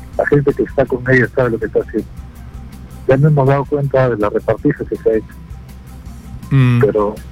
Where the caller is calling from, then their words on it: Peru; como peruano